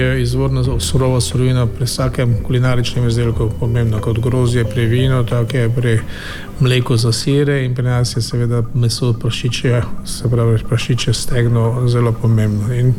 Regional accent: Prekmurje, Slovenia; Prekmurci smo sanje stegno razdelili in je bilo brez kosti.

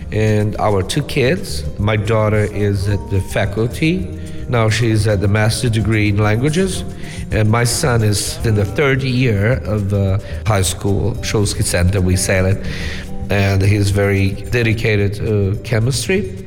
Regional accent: Belém, Pará, Brazil; now in Slovenia; I come from Belém. Belém is really facing the bay. That is the mixture of rivers, the river Niger River and Solimões River.

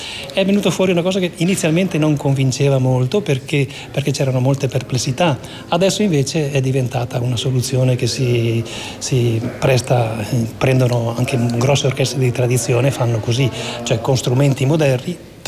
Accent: Veneto, Italy; also born or lived in Vienna; Io sono veneto, però dopo gli studi in Italia, in Veneto e a Santa Cecilia a Roma, sono nato a Vienna.

